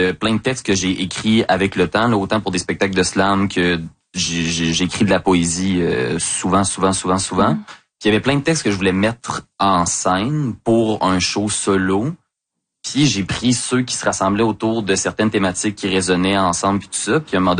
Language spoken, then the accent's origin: French; Lévis, Quebec, Canada; c'est le premier endroit où j'ai travaillé à Québec après avoir passé toute mon enfance à Lévis